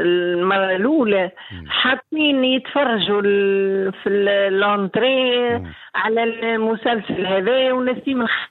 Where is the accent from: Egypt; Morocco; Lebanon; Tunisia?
Tunisia; أنا راني تونسي عندي 54 سنة في جمال